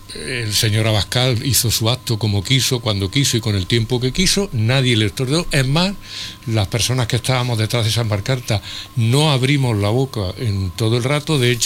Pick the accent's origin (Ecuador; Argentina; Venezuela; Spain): Spain; Soy español y no me molesta en absoluto que me tapen con esa bandera.